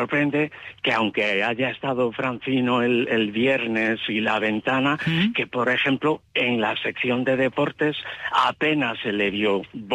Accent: Pontevedra, Galicia, Spain; now in Madrid, Spain; No, soy de Pontevedra, pero vivo aquí en Madrid.

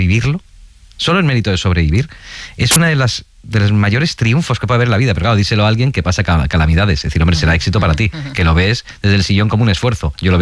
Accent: Spain; Entonces, claro, el sentido de la vida, mi vida como ciudadano español, con todos los derechos y obligaciones

